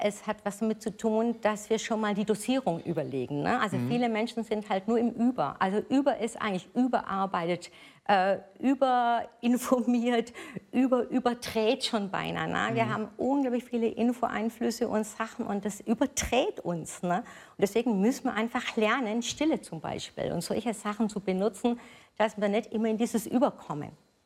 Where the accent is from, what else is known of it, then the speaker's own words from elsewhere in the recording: Nuremberg, Bavaria, Germany; ich komme aus Nürnberg